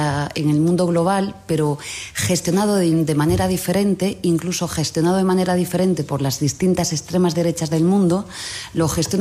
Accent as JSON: {"language": "Spanish", "region": "Galicia", "country": "Spain", "said": "Y yo soy gallega"}